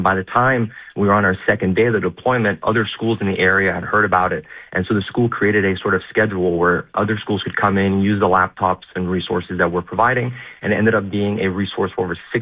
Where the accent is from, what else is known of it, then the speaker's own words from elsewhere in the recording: Montreal, Quebec, Canada; I was born and raised in Montreal.